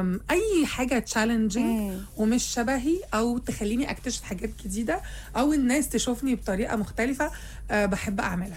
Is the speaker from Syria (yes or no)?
yes; Syria; أنا برضو بعمل، يعني أنا سورية وبعمل الدور ده